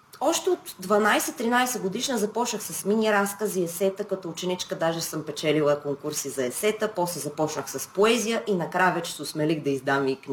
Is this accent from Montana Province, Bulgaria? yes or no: no; Sofia, Sofia City, Bulgaria; born there; И в София живея в момента. Родена съм в София, малко прекарах време.